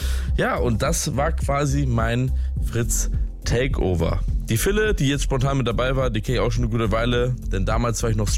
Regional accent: Lübeck, Schleswig-Holstein, Germany; born there; denn ich komme ja gebürtig aus Lübeck, aus Norddeutschland

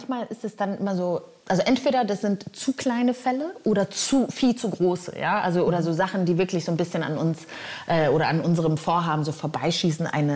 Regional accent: North Rhine-Westphalia, Germany; born or raised there

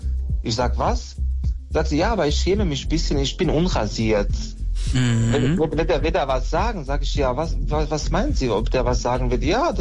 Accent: Bosnia & Herzegovina; German is a second language; now in Germany; Ich komme aus Bosnien.

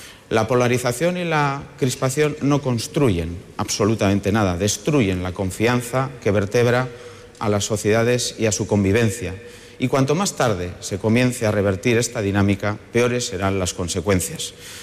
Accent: Basque Country, Spain

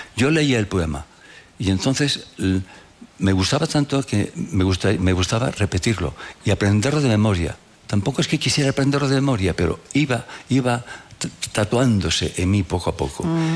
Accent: Castile and León, Spain; Porque Castilla, yo soy enamorado de Castilla, pero a mi amigo, El Bierzo, el río Sil, donde aprendiste a nadar, aquel clima, aquellas nieblas

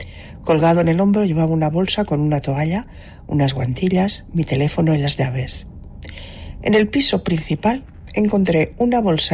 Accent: Cuba; que los cubanos son unos putos, porque sí, soy cubano.

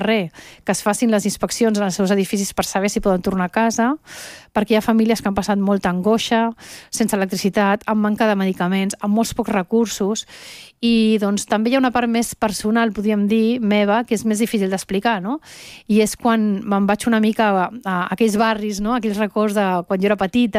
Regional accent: Venezuela; moved away; jo també soc de Venezuela, que tinc una connexió emocional que forma part de la meva vida a aquella terra

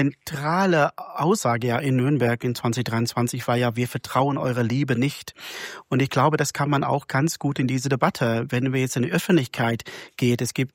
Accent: South Africa; now in Lower Saxony, Germany; Ich bin in Südafrika groß geworden mit 11 amtlichen Sprachen, eine diverse Kultur, in eine multireligiöse Hausfamilie.

